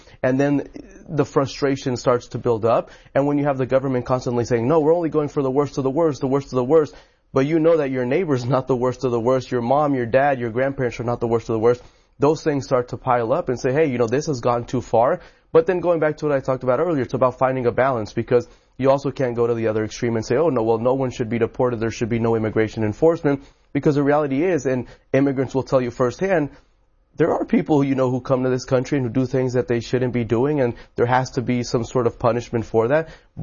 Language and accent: English; College Station, Texas, United States; Well, so I grew up in College Station, Texas. You know, it's a pretty conservative place